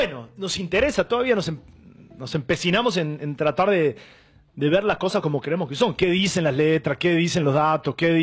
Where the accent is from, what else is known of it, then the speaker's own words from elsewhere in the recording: Argentina; Somos parte del Estado, ¿verdad? Del Estado de la Nación Argentina.